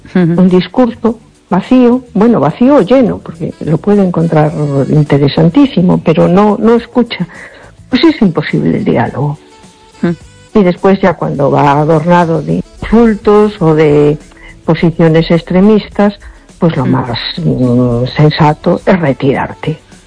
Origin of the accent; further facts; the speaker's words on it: A Coruña, Galicia, Spain; Hola, buenas noches. … de Coruña.